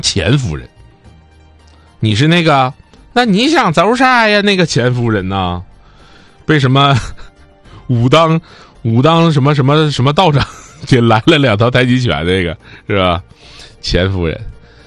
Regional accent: Northeast China, China; accent: Northeastern (Dongbei) dialect; 就我们东北话讲叫沤啊，我不知道南方朋友能不能听懂啊。

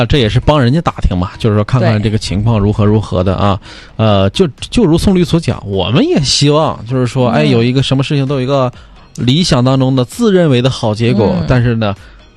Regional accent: Northeast China, China; 确实咱们东北人说句实话对孩子

